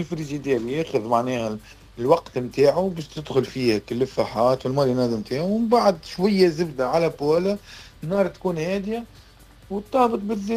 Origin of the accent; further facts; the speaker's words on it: Tunisia; بالنسبه لنا احنا تونسي